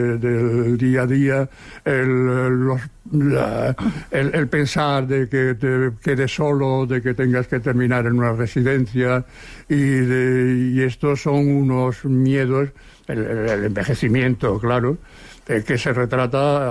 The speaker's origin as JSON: {"language": "Spanish", "town": "Seville", "region": "Andalusia", "country": "Spain", "lives_now": "Barcelona, Spain", "said": "cuando vinimos de Sevilla."}